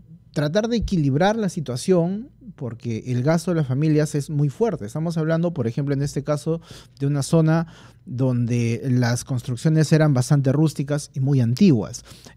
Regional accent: Huancayo, Junín, Peru; moved away; Huancayo, que dicho sea paso es mi tierra

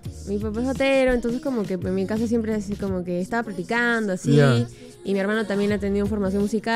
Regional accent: Lima, Peru; Yo crecí en el Cono Norte, yeah, en Comas.

